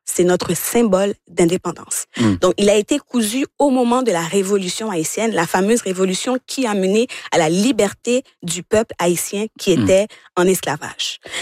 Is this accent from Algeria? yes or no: no; Longueuil, Quebec, Canada; also born or lived in Montreal; Je pense que ça se voit, d'accord avec ma couleur de peau et mon accent un petit peu. Des fois, ceux qui sont à la radio, que je suis pas d'ici. Je suis de Longueuil.